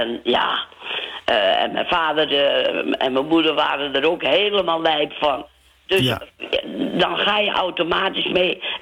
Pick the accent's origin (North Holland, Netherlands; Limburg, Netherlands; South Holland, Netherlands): North Holland, Netherlands; Muiden; Nou, niet van de Volendam, maar wel van de Muiden.